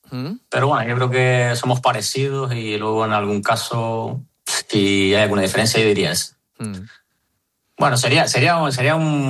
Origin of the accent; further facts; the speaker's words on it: Arguineguín, Canary Islands, Spain; now in Madrid, Spain; Ahora sí que estuve en verano en mi pueblo, en Arguineguilla, entrené con el equipo